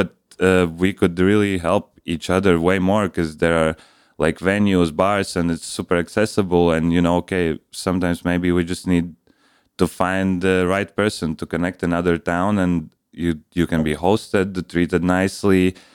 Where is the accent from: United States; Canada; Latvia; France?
Latvia; Riga; English is a second language; moved away as an adult; also born or lived in Liepāja, Latvia; now in Vilnius, Lithuania; I lived in Liepāja, actually, for 3 years. I grew up in Riga, but I studied in Liepāja